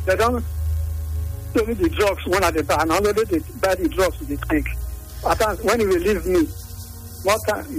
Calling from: Benin City, Edo, Nigeria; From Saple Road.

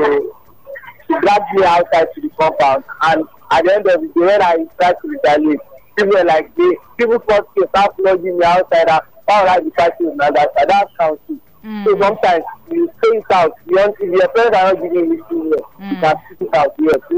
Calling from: Nigeria; Calling from Omigo.

